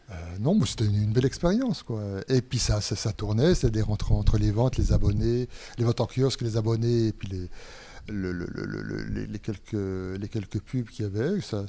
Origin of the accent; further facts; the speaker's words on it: Besançon, Bourgogne-Franche-Comté, France; also born or lived in Lons-le-Saunier; Lens-le-Saunier, j'y suis juste né, quoi. Après, j'ai grandi à Besançon.